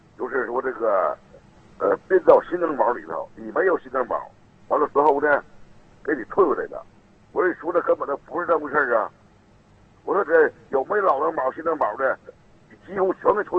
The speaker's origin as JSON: {"language": "Chinese", "town": "Beizhen", "region": "Liaoning", "country": "China", "said": "北镇县富顺乡七里屯的，"}